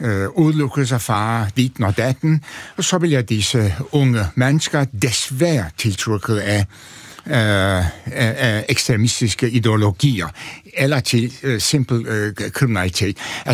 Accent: Antalya, Turkey; born or raised there

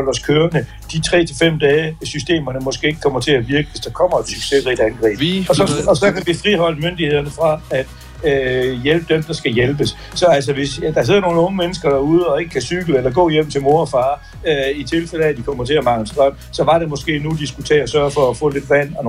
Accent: Jutland, Denmark; nu kommer jeg jo fra Jylland

